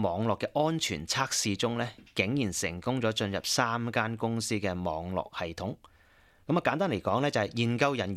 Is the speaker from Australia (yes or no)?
yes; Australia; 咁沙特受到攻擊，其實同我哋澳洲人有咩關係咧？